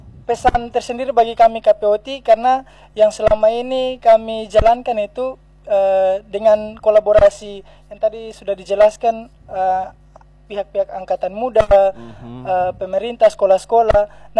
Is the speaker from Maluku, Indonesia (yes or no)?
yes; Maluku, Indonesia; identitas kita sebagai warga Maluku.